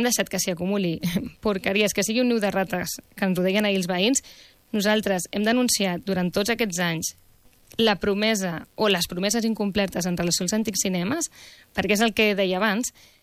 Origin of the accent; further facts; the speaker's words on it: Rubí, Catalonia, Spain; els que som de Rubí de sempre